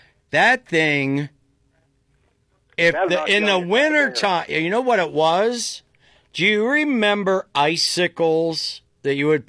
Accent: Dover, Ohio, United States; I had to write a book about growing up in Mayberry, Dover, Ohio.

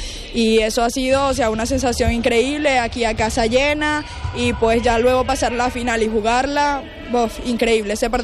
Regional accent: Venezuela; now in Ourense, Spain; ahorita ahí somos tres venezolanas en el equipo, y pues sin duda alguna con mis dos compañeras de Venezuela, que bueno, ya hemos jugado muchas veces juntas en Venezuela

